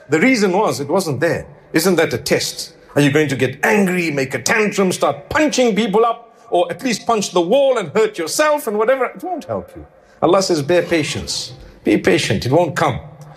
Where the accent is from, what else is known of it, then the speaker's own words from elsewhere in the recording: South Africa; moved away; And I come from Africa.